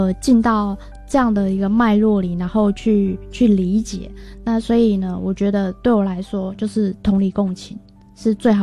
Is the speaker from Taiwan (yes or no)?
yes; Taiwan